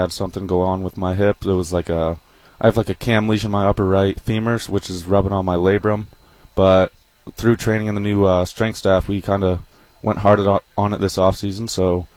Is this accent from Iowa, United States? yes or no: yes; Dubuque, Iowa, United States; moved away as an adult; now in Ames, United States; Small town, it's not very busy in the summer, which I like. So I'm from Dubuque, Iowa, so I can drive home, see my family, see my friends that I grew up